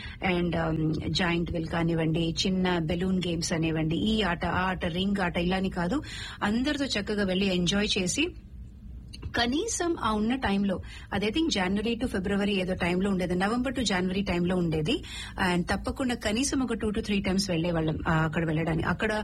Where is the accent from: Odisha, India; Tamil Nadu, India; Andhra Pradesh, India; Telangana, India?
Telangana, India; Hyderabad; born there; moved away; హైదరాబాద్ లో ఉన్నప్పుడు